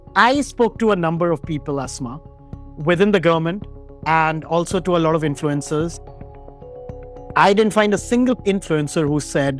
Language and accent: English; India; I come from India, I see that in India.